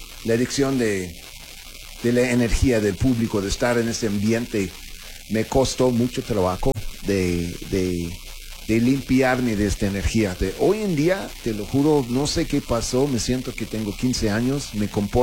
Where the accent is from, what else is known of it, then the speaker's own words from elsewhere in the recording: Mexico City, Mexico; Soy chilango con acento, pues yo qué hago, ¿no?